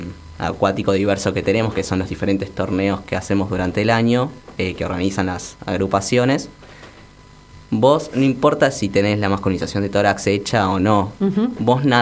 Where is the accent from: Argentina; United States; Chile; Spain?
Argentina; siempre somos los travestis de Argentina